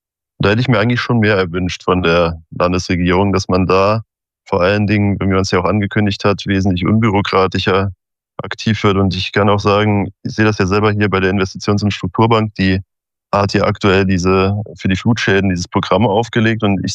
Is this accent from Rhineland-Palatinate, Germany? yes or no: yes; Kordel, Rhineland-Palatinate, Germany; also born or lived in Neuss; Ich bin also hier in Kordel bei Trier aufgewachsen, dort auch zur Schule gegangen und habe dort auch mein Abitur gemacht.